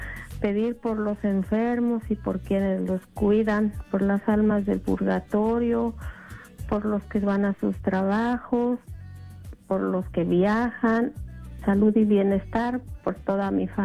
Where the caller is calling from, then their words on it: Guadalupe, California, United States; llamando de Guadalupe, California.